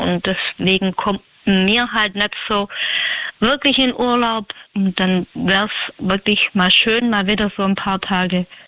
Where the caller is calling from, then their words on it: Straßdorf, Baden-Württemberg, Germany; Also ich komme aus Straßdorf, das liegt bei Schwäbisch Gmünd.